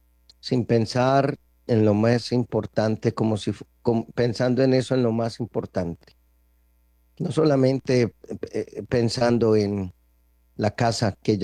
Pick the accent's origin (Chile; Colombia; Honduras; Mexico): Colombia